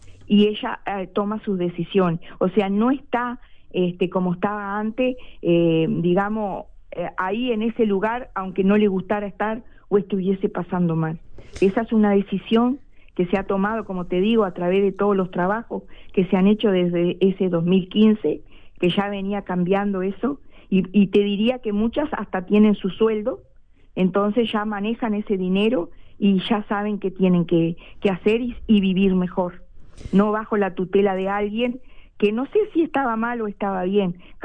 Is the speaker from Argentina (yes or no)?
no; Canelones, Uruguay; porque con orgullo soy canaria